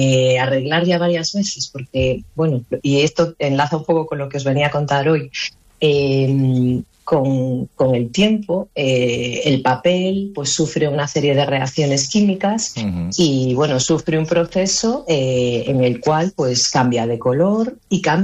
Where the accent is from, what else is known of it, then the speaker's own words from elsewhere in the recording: Galicia, Spain; moved away as an adult; now in Asturias, Spain; Soy gallega, afincada en Asturias desde hace 17 años